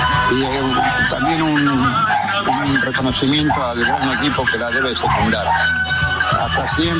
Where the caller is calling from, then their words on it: Vicente López, Buenos Aires Province, Argentina; de Vicente López.